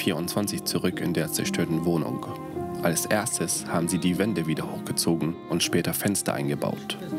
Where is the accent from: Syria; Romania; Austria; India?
Syria; now in Germany; Während ich selbst entscheiden kann, wann ich endgültig nach Syrien zurückkehre, haben viele andere keine Wahl.